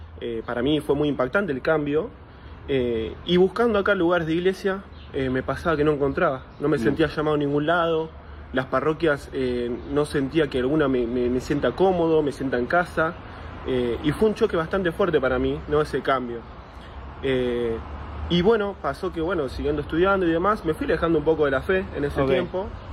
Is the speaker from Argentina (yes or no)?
yes; Cañada Rosquín, Santa Fe, Argentina; born there; also born or lived in Rafaela; yo soy oriundo de Cañar Rosquín, nací en Cañar Rosquín, un pueblo que está al medio de la provincia de Santa Fe, en el departamento San Martín. Nací ahí, bueno, me crié en Rafaela porque hasta los 8 años nos mudamos allá con mi familia.